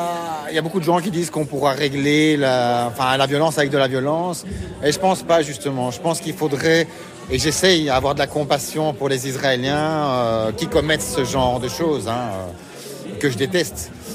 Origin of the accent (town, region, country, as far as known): Brussels, Belgium